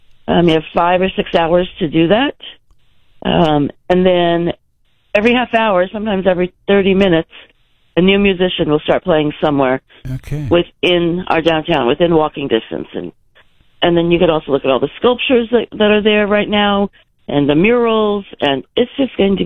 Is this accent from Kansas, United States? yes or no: no; Nebraska, United States; born there; moved away as an adult; also born or lived in Asbury Park, New Jersey; No, I was born in Nebraska.